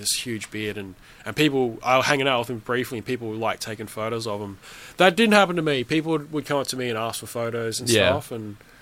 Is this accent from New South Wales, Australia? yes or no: no; Brisbane, Queensland, Australia; I'm a punk from Brisbane. So I like to think I rebel against that sort of stuff.